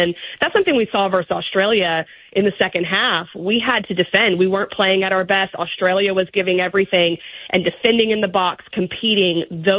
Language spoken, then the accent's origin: English; Arlington, Texas, United States; I'm from Arlington, Texas, so I love that.